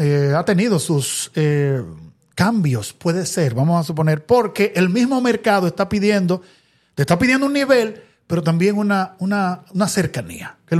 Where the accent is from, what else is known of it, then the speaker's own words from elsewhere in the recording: Santiago de los Caballeros, Santiago, Dominican Republic; aplaudirnos a los santiagueros